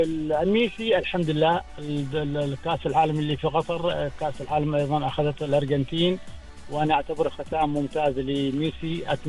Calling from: Oman; احنا كعمانيين

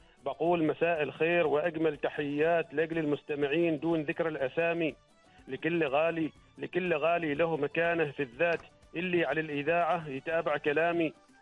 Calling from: Samail, Ad Dakhiliyah, Oman

